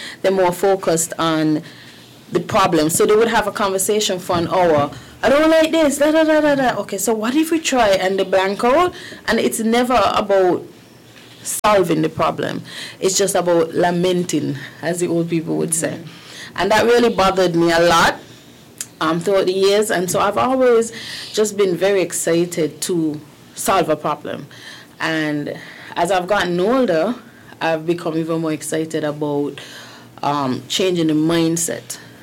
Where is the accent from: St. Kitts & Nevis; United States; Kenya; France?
St. Kitts & Nevis; Sandy Point, Saint Anne Sandy Point; I'm originally from Sandy Point.